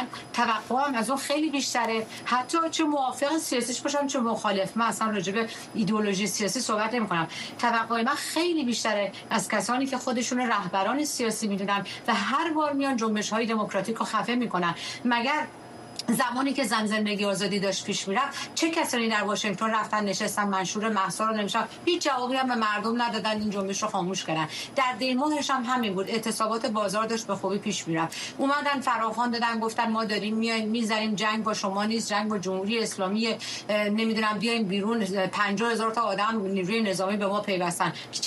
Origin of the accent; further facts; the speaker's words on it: Iran; moved away; ما در یک کشوری بزرگ شدیم که بچگی به ما گفتن احترام بذار